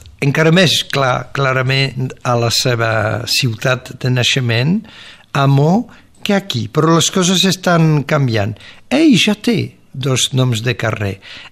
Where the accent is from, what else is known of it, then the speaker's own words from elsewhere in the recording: Palau-del-Vidre, Occitania, France; Jo he triat primer el meu poble, el poble de Palau del Vidre, que es troba entre l'Albera, el mar i el Canigó